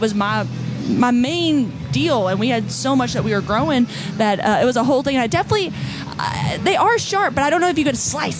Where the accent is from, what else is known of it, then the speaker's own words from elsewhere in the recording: Kentucky, United States; So I grew up in Kentucky.